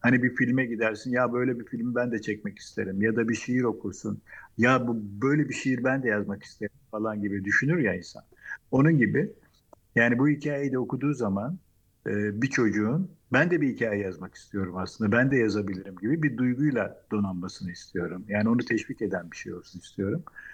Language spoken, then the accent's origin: Turkish; Samsun, Turkey; born there; also born or lived in Istanbul; Samsun'da doğdum. Ama ailem Samsunlu değil. Babam İstanbullu, annem Selanik doğumlu. İstanbul'da mimarlık okudum.